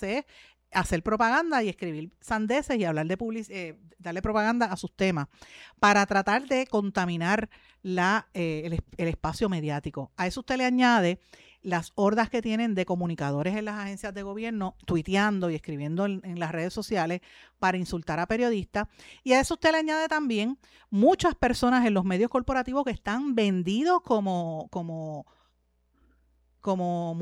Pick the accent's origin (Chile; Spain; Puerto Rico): Puerto Rico; mío como puertorriqueño